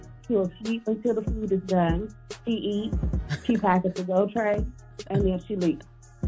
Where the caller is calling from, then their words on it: Tulsa, Oklahoma, United States; from Tulsa, Oklahoma.